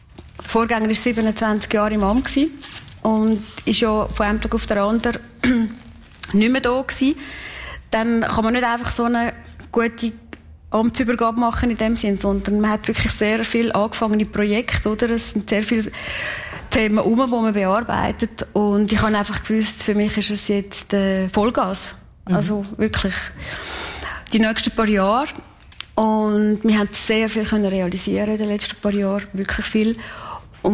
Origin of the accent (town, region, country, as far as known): Kaltbrunn, St. Gallen, Switzerland; born or raised there